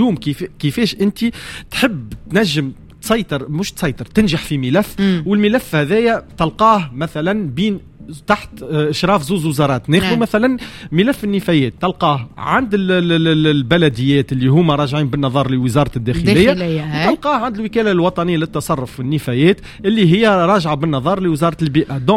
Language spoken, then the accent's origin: Arabic; Tunisia